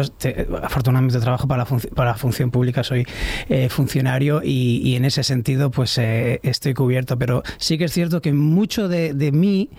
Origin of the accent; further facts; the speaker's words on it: Recalde, Basque Country, Spain; yo soy de Recalde y entonces yo he estudiado en la Ikastola Urretxindorra y en San Adrián, cuando no existía Miribilla, y entonces era la mina del Morro.